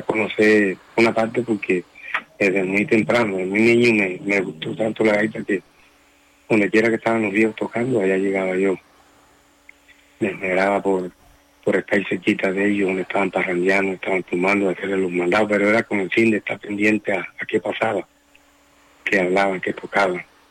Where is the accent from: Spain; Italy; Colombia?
Colombia; San Juan, Bolívar; born there